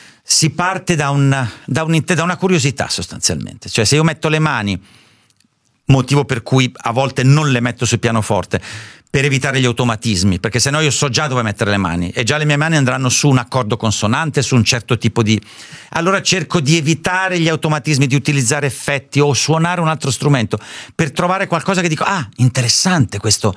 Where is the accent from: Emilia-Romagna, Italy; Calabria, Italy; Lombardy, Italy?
Lombardy, Italy; born there; also born or lived in Southern Italy (family origin); la mia famiglia è emigrata nel profondo nord vicino Varese e qualche anno fa, una decina di anni fa, un mio compagno di liceo è diventato sindaco di questo piccolo paesino in cui io sono nato.